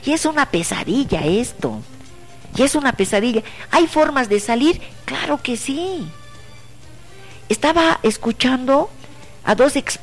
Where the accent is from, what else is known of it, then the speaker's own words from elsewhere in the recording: Bolivia; nosotros somos acá pinches 12 millones de bolivianos.